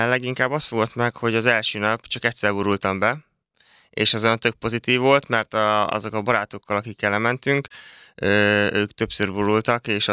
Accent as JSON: {"language": "Hungarian", "town": "Szarvas", "region": "Békés", "country": "Hungary", "tie": "born or raised there", "also_born_or_lived": "Szentes", "lives_now": "Budapest, Hungary", "said": "mivel én Szentesen születtem, de ugye szarvasi lakos vagyok, ezáltal a Szenteshez igazából csak a születésem köthető, semmi más, és egész gyerekkorom óta szarvason éltem, még fel nem költöztem ugye Budapestre"}